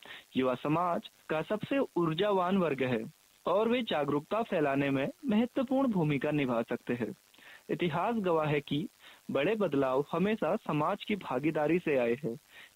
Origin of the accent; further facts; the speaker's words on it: Uttarakhand, India; moved away as an adult; now in Almora, India; मैं मूल रूप से सेराघाट क्षेत्र का निवासी हूँ और यहाँ अभी अल्मोड़ा में मेरा ज्योग्राफी से मास्टर्स की पढ़ाई चल रही है।